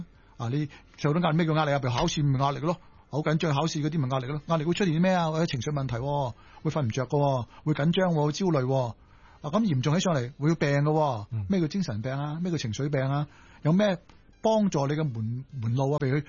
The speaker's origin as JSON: {"language": "Cantonese", "country": "China", "said": "我哋中国人不嬲科举制度啊嘛"}